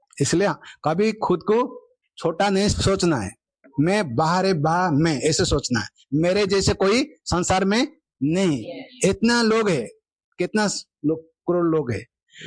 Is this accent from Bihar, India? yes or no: no; Odisha, India; born or raised there; moved away